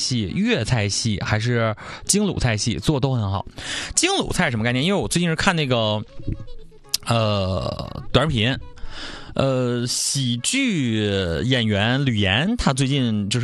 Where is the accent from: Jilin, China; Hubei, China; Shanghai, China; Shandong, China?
Jilin, China; now in Changchun, China; 基于我吉林市的长大的这个经验